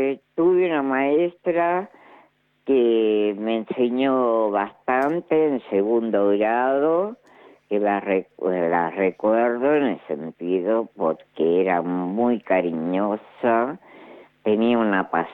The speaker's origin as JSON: {"language": "Spanish", "region": "San Juan", "country": "Argentina", "tie": "born or raised there", "moved": "yes", "said": "yo soy de San Juan"}